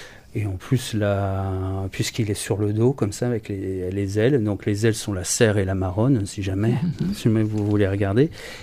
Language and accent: French; Geneva, Switzerland; now in Dordogne, France; je suis originaire du côté de Genève, par là-bas